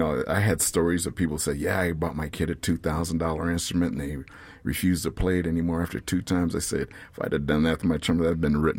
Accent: Denver, Colorado, United States; born there; I was born right here in the Points.

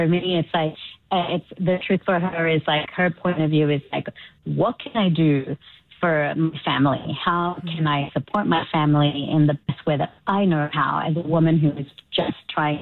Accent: Sydney, New South Wales, Australia; also born or lived in Chile; I'm from Chile. I was born in Chile. And I grew up in Australia, in Sydney, Australia. And when I grew up, it was like late 90s, 2000s

